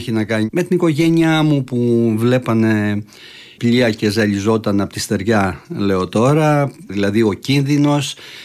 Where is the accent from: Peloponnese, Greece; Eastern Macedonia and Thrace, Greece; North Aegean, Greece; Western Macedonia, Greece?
North Aegean, Greece; Lemnos; moved away; μεγαλώνοντας στη Λίμνο, ένα νησί που δεν χαρακτηρίζεται από την ναυτιλία περισσότερο, είναι αγροτοκτηνοτροφικό νησί